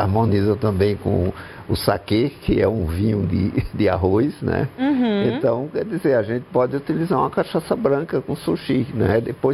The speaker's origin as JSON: {"language": "Portuguese", "region": "Pernambuco", "country": "Brazil", "said": "minha terra, exatamente."}